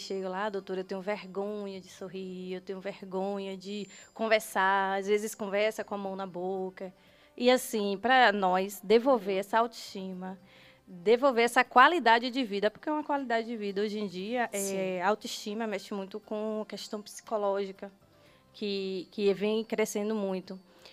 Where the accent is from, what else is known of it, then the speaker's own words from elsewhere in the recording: Bahia, Brazil; born there; do Retiro, que é onde eu nasci.